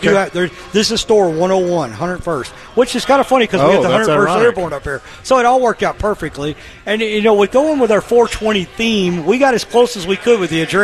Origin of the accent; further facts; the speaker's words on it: United States; I'm from Jolton originally. I lived there all my life.